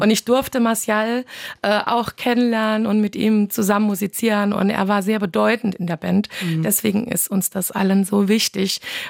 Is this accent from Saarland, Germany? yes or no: yes; Saarland, Germany